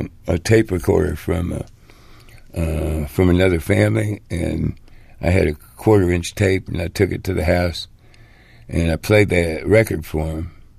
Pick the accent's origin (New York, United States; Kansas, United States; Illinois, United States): Illinois, United States; Maywood; I was 10 miles directly from the lakefront. That's how close Maywood was to the edge of Chicago. We grew up on Madison Avenue, which is the dividing line between North Chicago and the North Side and the South Side.